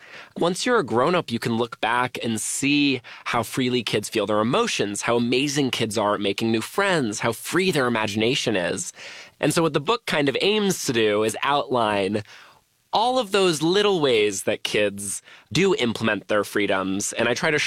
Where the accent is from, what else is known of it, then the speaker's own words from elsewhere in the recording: London, United Kingdom; I'm from London.